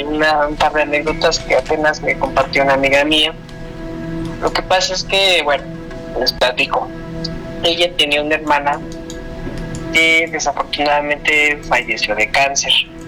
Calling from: Mexico City, Mexico; De acá, Tlalpan.

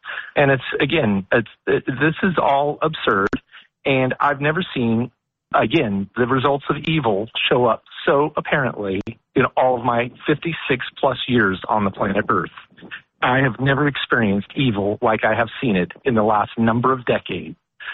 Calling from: California, United States; I'm living in Cala Unicornia

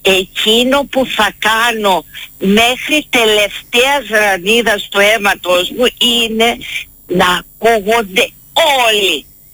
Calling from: Crete, Greece; ένα τέτοιο μέρος που εγώ ζω, μια τέτοια Ελλάδα

